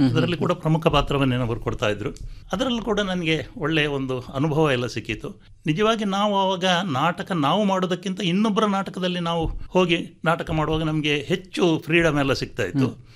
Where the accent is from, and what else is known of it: Mallur, Karnataka, India; born there